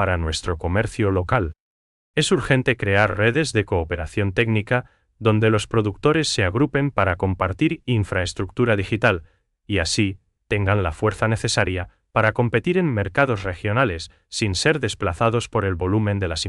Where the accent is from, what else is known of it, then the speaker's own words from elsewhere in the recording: Paraguay; El desafío para nosotros como paraguayos es cerrar la brecha digital